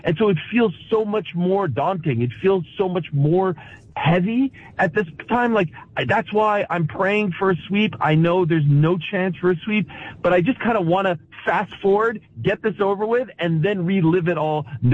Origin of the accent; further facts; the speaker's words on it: Montreal, Quebec, Canada; The Montreal Expos, I'm from Montreal, they leave town.